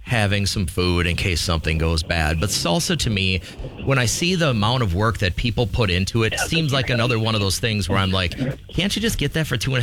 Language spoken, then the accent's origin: English; Midwest, United States; Nothing says nice. I'm from the Midwest.